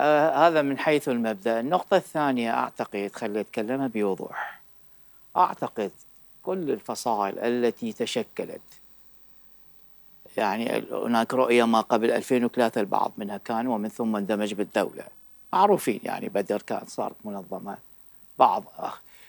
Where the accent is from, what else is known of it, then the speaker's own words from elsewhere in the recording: Iraq; أنا عراقي